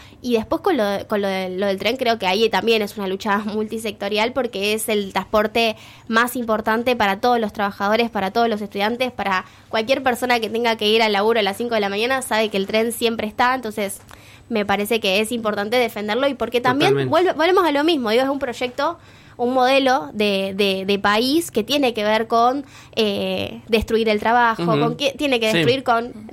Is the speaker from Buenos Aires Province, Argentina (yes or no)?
yes; Berazategui, Buenos Aires Province, Argentina; yo soy del Berazategui, ya con eso te digo todo